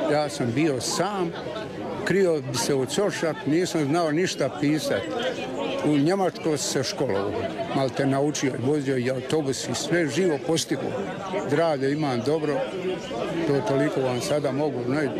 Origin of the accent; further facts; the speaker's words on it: Gornja Vratna Gora, Bosnia & Herzegovina; born there; moved away as an adult; also born or lived in Germany; Rođen sam u Gornjoj Vratnoj Gori. Godišnje sam 53. Otišao sam 72. u Njemačku. Vratio sam se nazad.